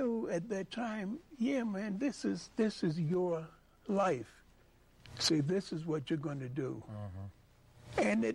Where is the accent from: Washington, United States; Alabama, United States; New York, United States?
New York, United States; Well, you know, Tavis, I was born in Harlem.